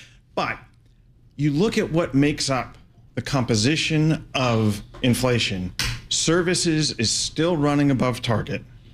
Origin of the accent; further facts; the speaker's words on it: United Kingdom; I have to say, because we're British and not European anymore, right?